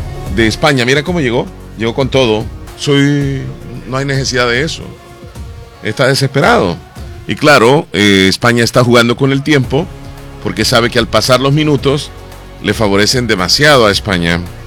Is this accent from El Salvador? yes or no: yes; El Salvador; yo soy salvadoreño. Yo no soy argentino. Que le vaya a Argentina no significa que voy a perder la nacionalidad.